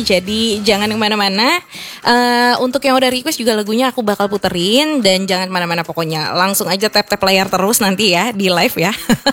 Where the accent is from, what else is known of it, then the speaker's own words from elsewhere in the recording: East Jakarta, Jakarta, Indonesia; Sama sih, aku juga gedenya di Jaktim.